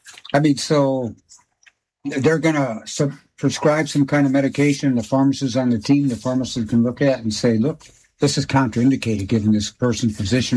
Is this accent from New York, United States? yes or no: yes; Buffalo, New York, United States; So when I was a kid and growing up in Buffalo, New York, and unions were really strong there.